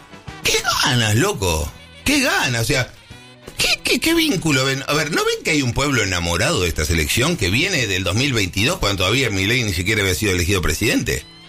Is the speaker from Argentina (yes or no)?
yes; Argentina